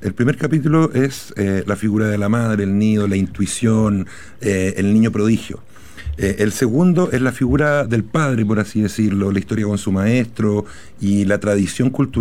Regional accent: Talcahuano, Biobío, Chile; Yo soy oriundo de Talcahuano.

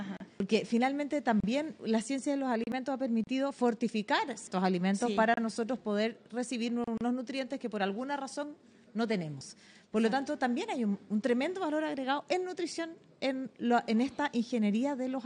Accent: Chile; Si algo sabemos en Chile es de temblores y terremotos.

